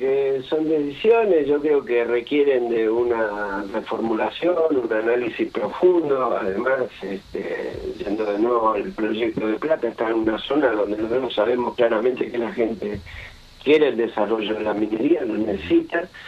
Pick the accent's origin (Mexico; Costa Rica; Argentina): Argentina; como argentino, como ciudadano